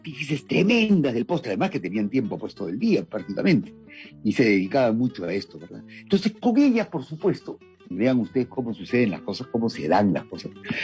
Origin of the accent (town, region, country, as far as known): Lima, Peru